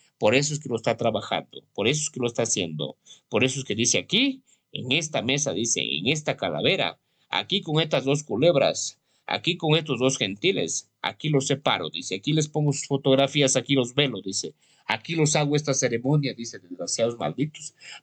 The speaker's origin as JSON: {"language": "Spanish", "town": "Huancabamba", "region": "Piura", "country": "Peru", "tie": "born there", "said": "A donde me vaya, a donde me encuentre, de mi tierra Huancabamba. Huancabamba, la tierra que me vio nacer, siervos. Sí, Huancabamba, la tierra que me dio nacer. Desde la provincia de Huancabamba, Salalá, Sondorillo"}